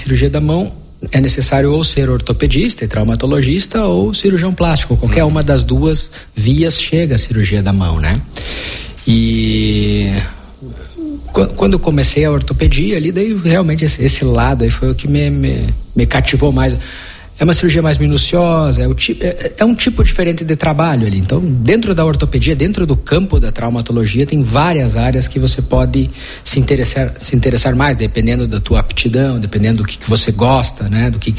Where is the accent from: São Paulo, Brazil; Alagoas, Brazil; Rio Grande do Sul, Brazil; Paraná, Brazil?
Rio Grande do Sul, Brazil; Santiago; now in Maranhão, Brazil; Não, eu sou natural de Santiago, fica região centro-oeste do estado. E acabei vindo para cá há 13 anos, mais ou menos, né?